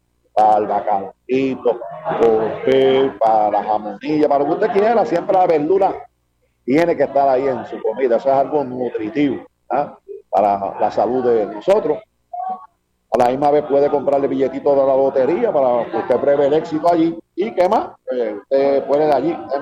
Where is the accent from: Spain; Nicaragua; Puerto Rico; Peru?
Puerto Rico; Barranquitas; yo estoy en Naranjito, pero este es mi pueblo de Barranquita.